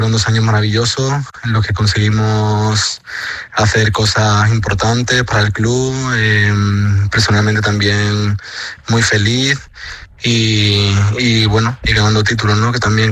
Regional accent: Spain; moved away; Fue la primera vez que yo salí de España y encontrarme allí con dos españoles más pues fue un punto de apoyo importante.

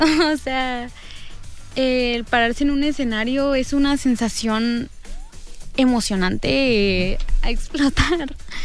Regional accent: Mexico; Como mexicanos tenemos una cultura por explotar bastante amplia.

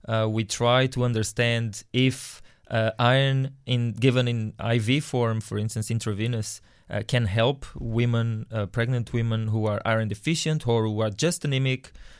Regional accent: Lisbon, Portugal; born there; English is a second language; moved away; I was born in beautiful Portugal. It's very, very nice little country in Western Europe, Southern Western Europe.

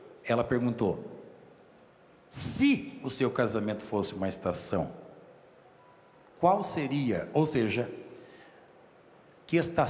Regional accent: São Joaquim, Santa Catarina, Brazil; born there; moved away as an adult; now in São Paulo, Brazil; Eu nasci em São Joaquim, que é a terra mais fria, a terra mais gelada. E é um frio diferente lá no, na Serra de Santa Catarina, né? E quando a gente chegou aqui em São Paulo, definitivamente, no julho passado

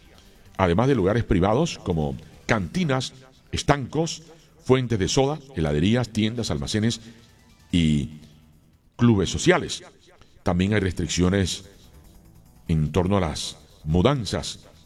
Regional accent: Colombia; Como colombianos tenemos el compromiso de apoyar desde aquí a nuestra selección.

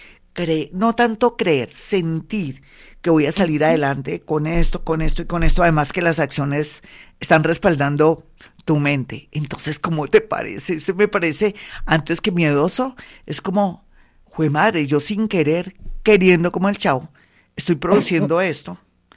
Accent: Colombia; aquí uno como colombiano nace con una energía tan poderosa y tan linda

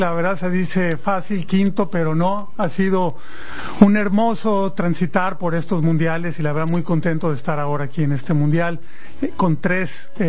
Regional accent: Mexico; somos pocos los mexicanos que están en el extranjero, ¿no?

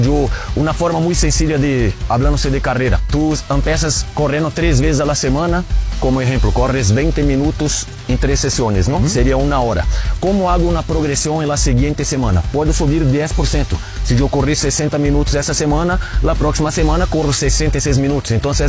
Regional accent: Brasília, Federal District, Brazil; Spanish is a second language; moved away as an adult; now in Mexico City, Mexico; yo soy de Brasilia, ¿no? La capital de Brasil, estamos a 1,100 metros de altitud, que es menos de la mitad de México. Afortunadamente, allá también tiene un clima parecido con aquí, muy árido.

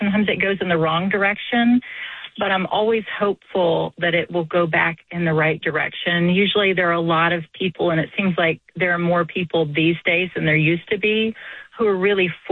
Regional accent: East Point, Georgia, United States; I was raised in East Point. It was very integrated.

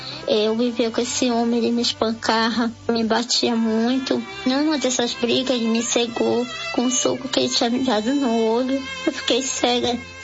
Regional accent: Belém, Pará, Brazil; daqui de Coraci, da Igreja de Belém do Pará, de onde eu sou, né? Que eu moro.

